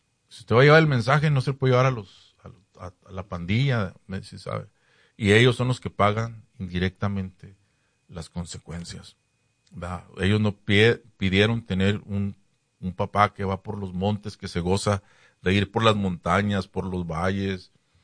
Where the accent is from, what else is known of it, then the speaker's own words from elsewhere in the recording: Ciudad Juárez, Chihuahua, Mexico; moved away; Hombre, hermano, pues yo soy de Juárez, ¿verdad?